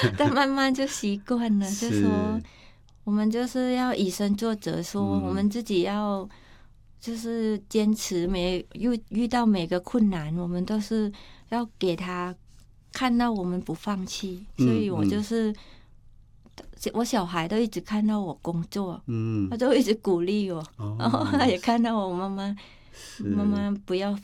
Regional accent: Thailand; moved away as an adult; now in Taiwan; 在泰国那时候也是，因为我家没有那么多钱，所以我从小就比较辛苦

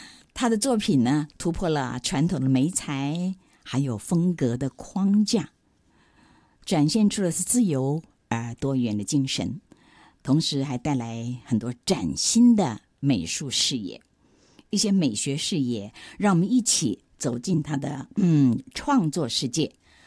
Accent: Daxi, Taoyuan, Taiwan; moved away; also born or lived in Taipei; 我们是桃园人嘛，桃园大溪人

